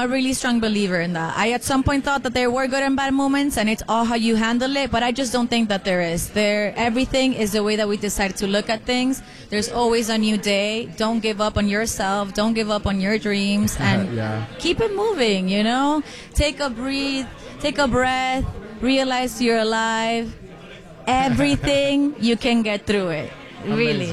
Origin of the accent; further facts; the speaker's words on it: Venezuela; yo soy venezolana